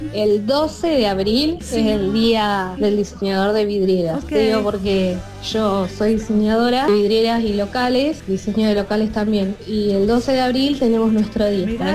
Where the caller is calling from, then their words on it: General Villegas, Buenos Aires Province, Argentina; de General Villegas.